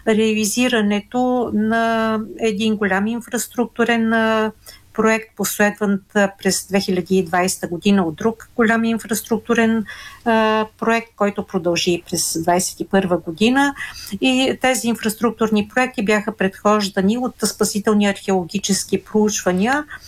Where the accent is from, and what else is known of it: Belogradchik, Vidin Province, Bulgaria